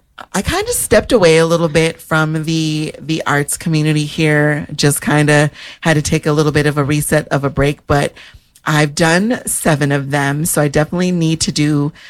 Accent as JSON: {"language": "English", "region": "Minnesota", "country": "United States", "tie": "born or raised there", "said": "growing up in Minnesota"}